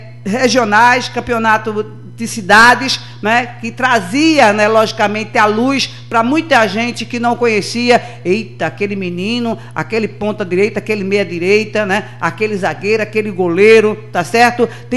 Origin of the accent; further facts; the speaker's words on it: Brazil; a gente, como brasileiro